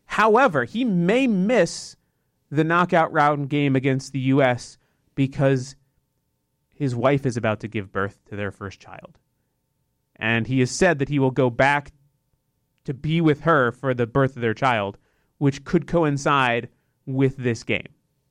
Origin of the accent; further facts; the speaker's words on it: England, United Kingdom; I am English